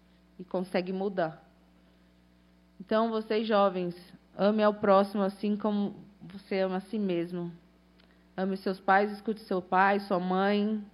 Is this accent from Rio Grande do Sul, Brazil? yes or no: no; São Bernardo do Campo, São Paulo, Brazil; moved away; Eu saí de São Bernardo do Campo para ter uma vida melhor.